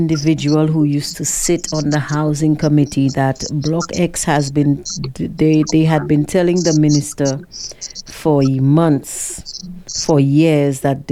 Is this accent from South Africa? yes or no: no; St. Lucia; moved away; I am originally from Cicero